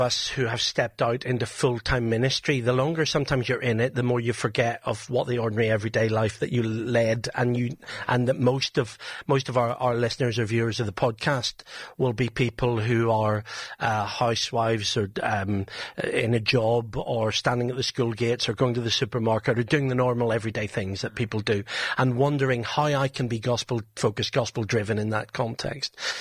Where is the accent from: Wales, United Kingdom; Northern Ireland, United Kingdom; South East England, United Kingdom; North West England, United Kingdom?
Northern Ireland, United Kingdom; the certainties that I grew up with in Northern Ireland